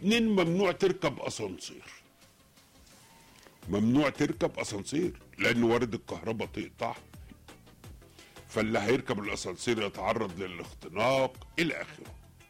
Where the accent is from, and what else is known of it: Egypt